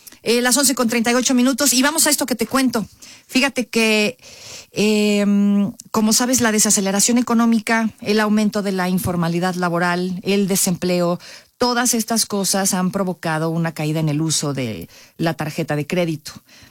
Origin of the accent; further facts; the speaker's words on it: Mexico; ya ve cómo así somos el mexicano para todo, todo al final.